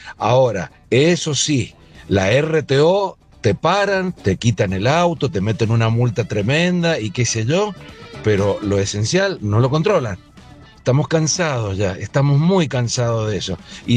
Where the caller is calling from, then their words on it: Godoy Cruz, Mendoza, Argentina; de Godoy Cruz, muchas gracias.